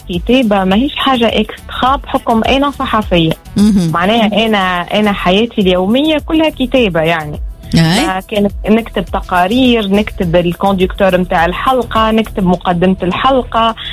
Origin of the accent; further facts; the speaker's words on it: Tunisia; تونسية نحب بلادي برشا، معتزة أني أنا من تونس، قريت صحافة